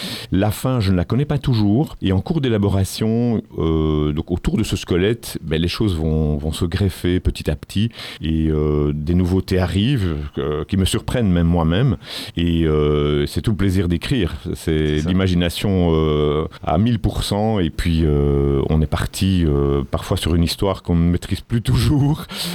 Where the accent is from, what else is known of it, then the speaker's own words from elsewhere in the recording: Belgium; je suis un écrivain belge